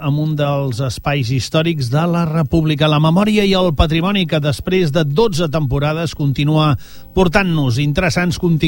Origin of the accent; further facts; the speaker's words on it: Barcelona, Catalonia, Spain; nosaltres, doncs, al final també som barcelonins, no?, de comarca